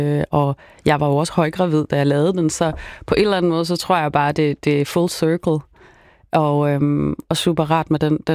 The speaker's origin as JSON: {"language": "Danish", "country": "Sri Lanka", "lives_now": "Denmark", "said": "selvom jeg er fra Sri Lanka og er tamiler."}